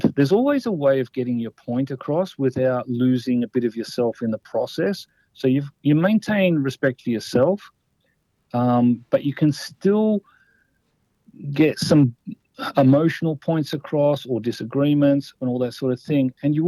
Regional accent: Parramatta, New South Wales, Australia; I'm not from the highest socioec environment. I was raised in Parramatta, born in Parramatta. I'm still a Parramatta boy. And I was exposed right from childhood to different languages.

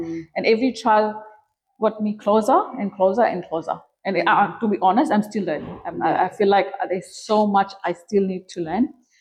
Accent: Fiji; Because we're from Fiji, culturally, we have henna nights, and we had nikah and then walima.

